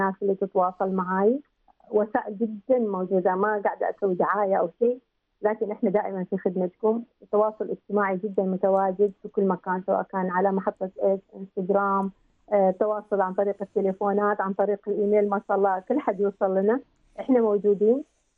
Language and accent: Arabic; Oman; إحنا كمجتمع عماني